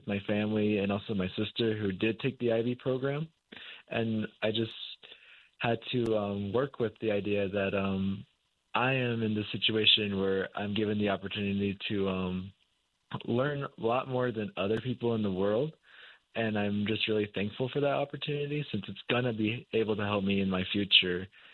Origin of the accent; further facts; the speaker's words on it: Monument Valley, Utah, United States; since I grew up in Minot Valley.